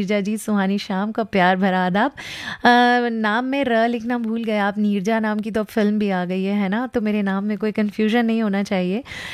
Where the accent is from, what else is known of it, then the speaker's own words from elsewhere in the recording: Ghaziabad, Uttar Pradesh, India; मैं गाज़ियाबाद से हूँ, और मेरी फ़िक्र करने के लिए मेरे 3 भाई हैं